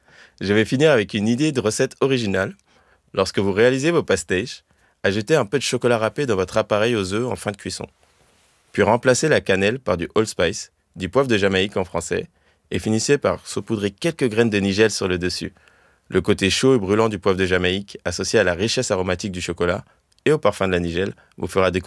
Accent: Île-de-France, France; J'ai grandi en Seine-et-Marne, entouré d'une énorme communauté portugaise, donc un pastéis de nata, je sais ce que c'est.

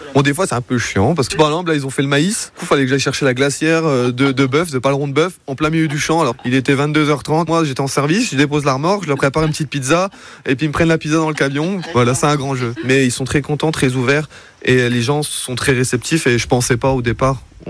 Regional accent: Épinal, Grand Est, France; born there; Je suis vosgien. Je suis pas originaire d'ici, moi je suis né à Épinal, qui est à 30 minutes d'ici. Ouais. Et moi et ma compagne, on a dû s'installer dans un petit village d'Ailé. On a de la place, on a un petit peu de voisins, on a un terrain, de la verdure, on a les champs.

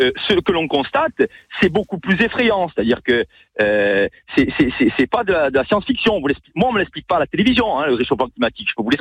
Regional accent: Tolla, Corsica, France; moi, je suis de Tol. Oui. Originaire du village de Tol. Je ne sais pas si vous connaissez le barrage de Tol.

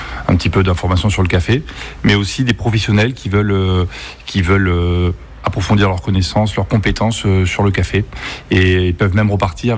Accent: Bordeaux, Nouvelle-Aquitaine, France; moved away as an adult; also born or lived in Paris; Je suis bordelais, j'ai eu envie de revenir

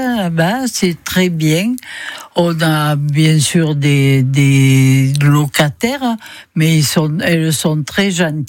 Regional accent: Nîmes, Occitanie, France; Je suis gardoise de naissance. Je suis née à Nîmes.

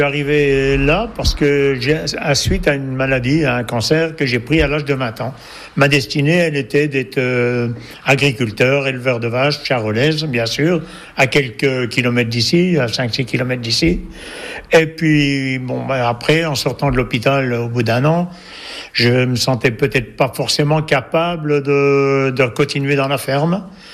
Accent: Couches, Bourgogne-Franche-Comté, France; je suis né à Couche, je suis resté à Couche.

